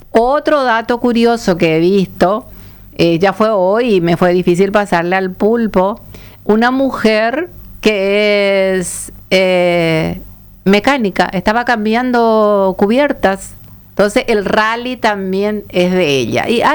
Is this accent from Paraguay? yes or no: yes; Alto Paraná, Paraguay; soy del Alto Paraná, yo conozco esa tierra.